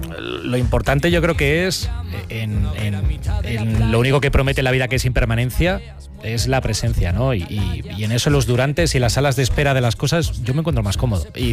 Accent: Alcalá de Henares, Community of Madrid, Spain; Yo, que soy de Alcalá de Henares, busqué la forma de meter a Alcalá.

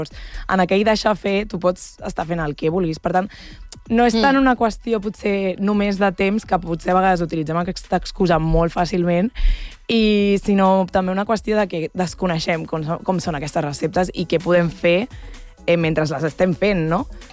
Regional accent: Catalonia, Spain

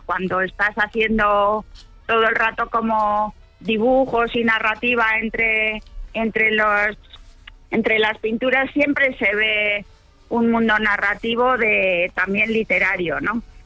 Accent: Bilbao, Basque Country, Spain; Soy bilbaína.

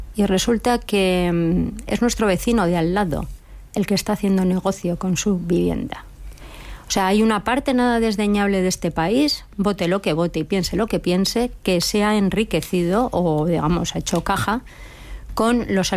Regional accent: Basque Country, Spain; also born or lived in San Sebastián; Euskadi, que está, lo digo porque yo soy vasca.

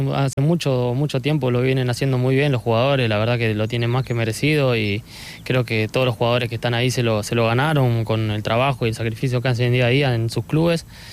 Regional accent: Argentina; me cargan porque somos argentinos y nosotros lo defendemos a muerte

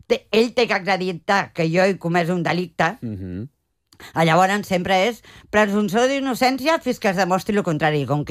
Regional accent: Barcelona, Catalonia, Spain; Jo sóc de Barcelona, però treballàvem en una associació que es deia Etaire.

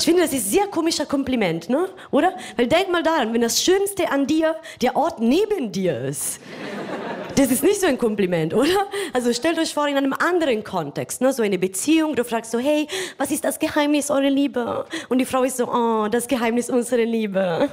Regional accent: Italy; now in Munich, Germany

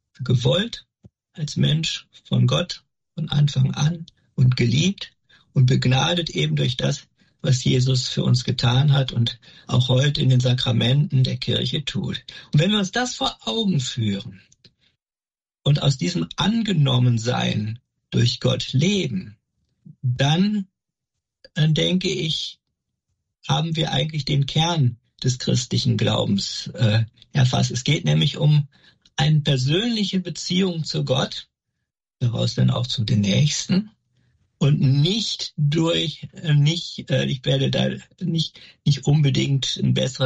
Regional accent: Wesel, North Rhine-Westphalia, Germany; für mich ist gebürtig aus der Pfarrei Herz Jesu in Wesel

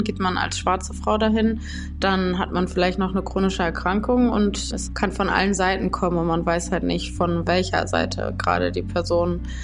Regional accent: North Rhine-Westphalia, Germany; now in Düsseldorf, Germany; ich komme hier aus dem Ruhrgebiet, bin nach Düsseldorf gezogen.

